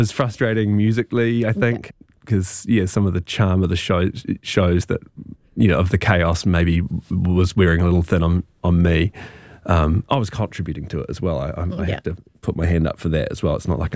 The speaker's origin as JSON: {"language": "English", "town": "Christchurch", "region": "Canterbury", "country": "New Zealand", "tie": "born or raised there", "moved": "yes", "said": "doing it in my hometown"}